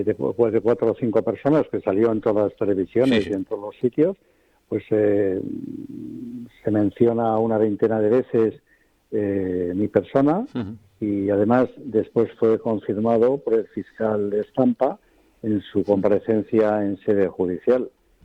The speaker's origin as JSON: {"language": "Spanish", "country": "Spain", "said": "pero eso verlo en mi país de otra forma es que me impresiona"}